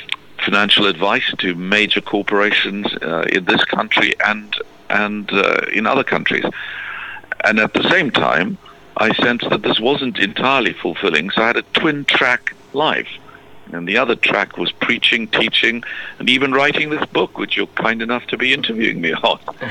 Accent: South Africa; moved away as an adult; also born or lived in Cambridge, England; now in London, United Kingdom; I grew up in South Africa, went to university there, studied law and philosophy.

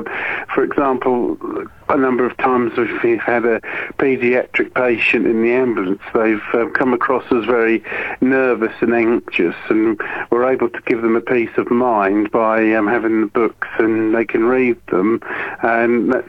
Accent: Norwich, East of England, United Kingdom; also born or lived in Worcester; I grew up in Norwich, actually. I was born in Worcester.

